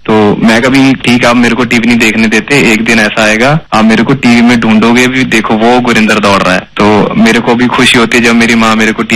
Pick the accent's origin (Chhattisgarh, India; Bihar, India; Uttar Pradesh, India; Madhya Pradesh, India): Chhattisgarh, India